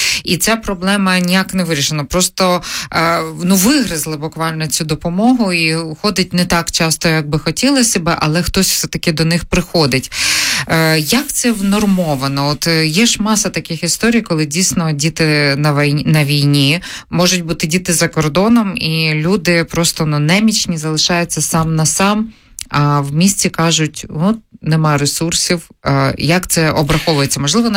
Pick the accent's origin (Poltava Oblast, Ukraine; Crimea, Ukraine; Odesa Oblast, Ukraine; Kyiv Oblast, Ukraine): Kyiv Oblast, Ukraine; Brovary; от я вам наведу приклад із моїх рідних Броварів.